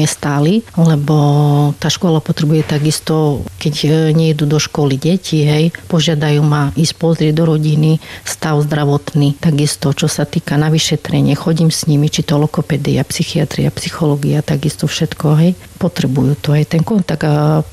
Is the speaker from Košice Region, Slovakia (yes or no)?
yes; Spišské Tomášovce, Košice Region, Slovakia; moved away as an adult; lebo som tu už 26 rokov, lebo som sa tu vydala. Ja pochádzam zo Spiských Tomášoviec